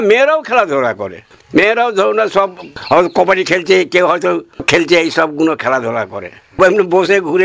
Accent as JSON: {"language": "Bangla", "town": "Lakshmanpur", "region": "West Bengal", "country": "India", "tie": "born or raised there", "said": "আমাদের গ্রাম হচ্ছে লক্ষণপুর জেলার হুগলি"}